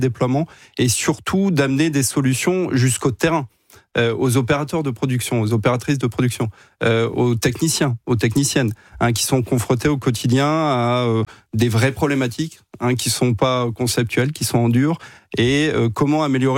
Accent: Lille, Hauts-de-France, France; born there; Moi, je suis né à Lille

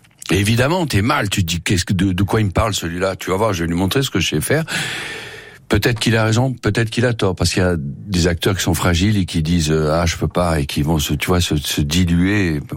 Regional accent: France; on est français

